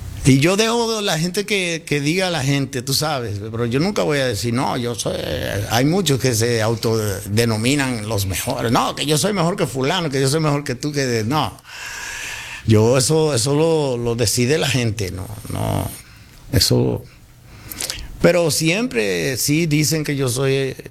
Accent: Cibao, Dominican Republic; yo soy cibaeño, yo sé lo que le gusta al cibaeño.

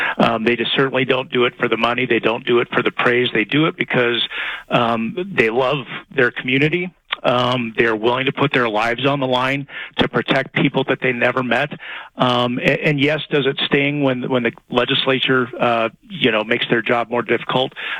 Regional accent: Colorado, United States; I'm a Colorado native. This is not the state that I grew up in.

